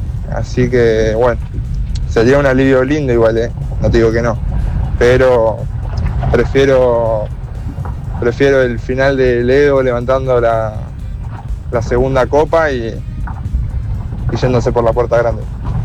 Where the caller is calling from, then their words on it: Guernica, Buenos Aires Province, Argentina; de Guernica.